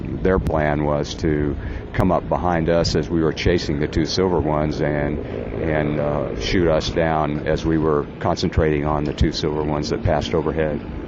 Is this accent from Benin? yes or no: no; Bowling Green, Kentucky, United States; project that I'm working on now in Bowling Green, Kentucky, my hometown, called Aviation Heritage Park